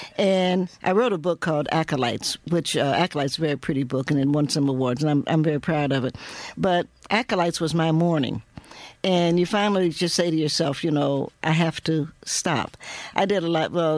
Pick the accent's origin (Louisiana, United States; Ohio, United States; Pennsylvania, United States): Ohio, United States; Cincinnati; also born or lived in Knoxville, Tennessee; I grew up in Cincinnati.